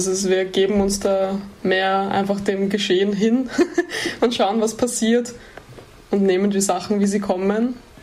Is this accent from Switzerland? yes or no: no; St. Pölten, Lower Austria, Austria; wir kommen beide aus St. Pölten. Das ist die Hauptstadt von Niederösterreich, also das Bundesland neben Wien.